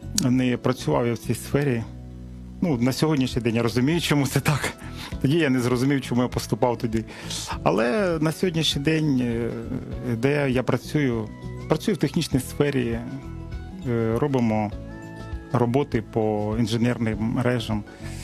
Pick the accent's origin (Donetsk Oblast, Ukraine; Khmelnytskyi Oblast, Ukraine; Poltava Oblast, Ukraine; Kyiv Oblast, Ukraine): Kyiv Oblast, Ukraine; Hostomel; moved away as an adult; also born or lived in Sumy; Ну, народився я в Київській області, селище Гостомель, в 1970 році. Закінчив там 10 класів.